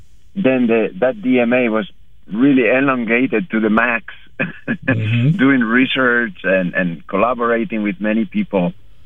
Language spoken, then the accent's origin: English; Leioa, Basque Country, Spain; moved away as an adult; also born or lived in Bilbao; now in United States; I was born in Bilbao, I should say, in the north of Spain.